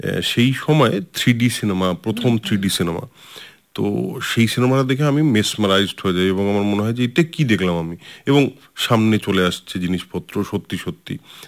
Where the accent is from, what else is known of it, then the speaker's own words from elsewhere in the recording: Siliguri, West Bengal, India; শিলিগুড়িতেই বেড়ে ওঠা, শিলিগুড়িতেই বড় হওয়া, এবং শিলিগুড়িতেই ঠিক আমাদের শিলিগুড়িটা যেরকম ছিল, মানে আমার ছোটবেলার শিলিগুড়িটা যেরকম ছিল